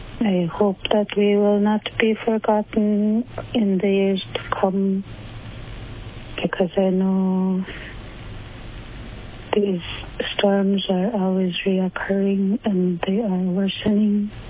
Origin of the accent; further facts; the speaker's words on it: Kwigillingok, Alaska, United States; moved away as an adult; now in Tuntutuliak, United States; I'm originally from Kukilingok, and I evacuated here to Tuntutuliak.